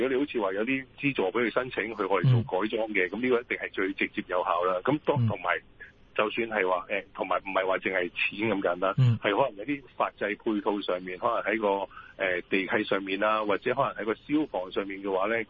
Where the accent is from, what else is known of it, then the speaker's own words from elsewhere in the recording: Hong Kong; 我哋香港人